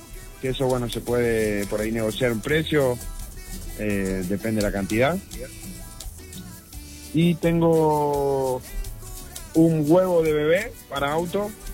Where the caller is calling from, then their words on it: Carmen de Patagones, Buenos Aires Province, Argentina; yo soy acá de Patagones.